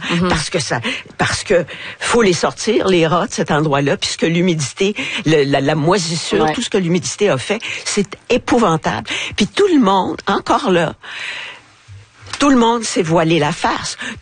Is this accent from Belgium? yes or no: no; France; Ben, je suis française.